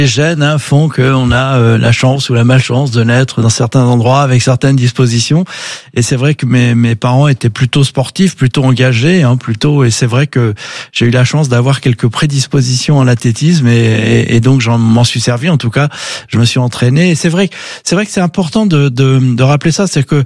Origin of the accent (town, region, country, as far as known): Reims, Grand Est, France; born there; also born or lived in Arcachon / Provence